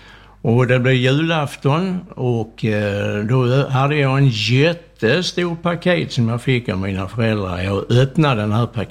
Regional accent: Malmö, Skåne, Sweden; now in Staffanstorp, Sweden; jag växte upp i ett litet mysigt samhälle i utkanten av Malmö som hette Valdemarsro. Där vi bodde grannar med Bulltofta flygfält på den tiden. Och nu pratar jag om i början på 50-talet.

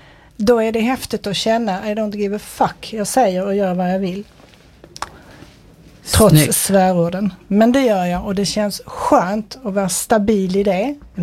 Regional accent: Sweden; born there; also born or lived in Switzerland; jag kom ju från Schweiz då, på min mammas sida så är min familj därifrån. Så när jag var 5 år då flyttade vi till Sverige på grund av mammas kärlek till sin nya man.

